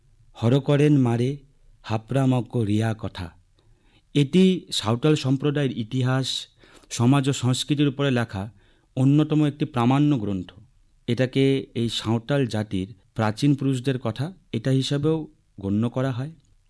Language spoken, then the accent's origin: Bangla; West Bengal, India; born there; আমি নিজে উত্তরবঙ্গে জন্মেছি। আমাদের উত্তরবঙ্গে প্রচুর জাতি রয়েছে, জনজাতি রয়েছে